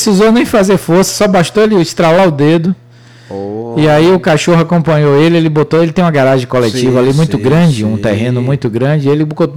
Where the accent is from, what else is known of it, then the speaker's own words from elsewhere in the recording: Maragogipe, Bahia, Brazil; Nunca vi minha terra sofrer tanto com estrada que liga Maragogipe a São Félix.